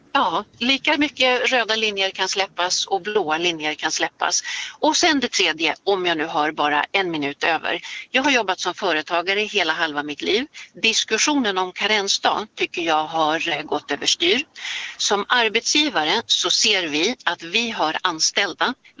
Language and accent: Swedish; Norrland, Sweden; Centerpartiet, jag är ju uppvuxen uppe i Norrland. Centerpartiet var stort back in the days uppe i Norrland.